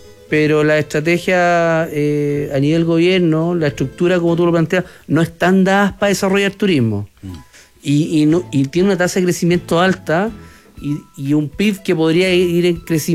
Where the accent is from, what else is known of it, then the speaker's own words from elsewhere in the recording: Chile; Yo cuando era niño, el único extranjero que vivía en mi pueblo era un boliviano